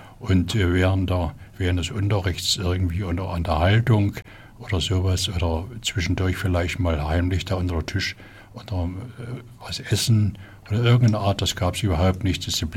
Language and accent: German; Silesian Voivodeship, Poland; Ich bin ja 1945, im Februar, musste ich meine Heimat Schlesien verlassen, das heutige Polen.